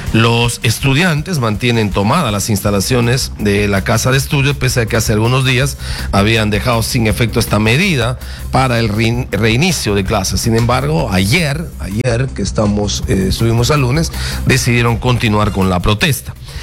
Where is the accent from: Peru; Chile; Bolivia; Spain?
Peru